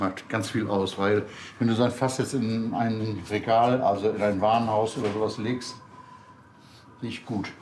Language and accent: German; Amrum, Schleswig-Holstein, Germany; ich bin hier im Haus geboren. Das ist mein Elternhaus. Und ich wollte auf Amrum bleiben. Ich wollte nicht aufs Festland.